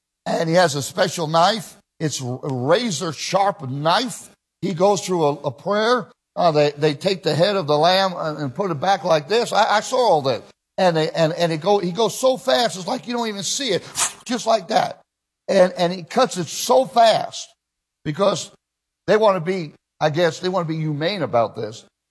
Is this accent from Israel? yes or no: yes; Israel; Now, when I was in Israel, I grew up in Israel, all my young life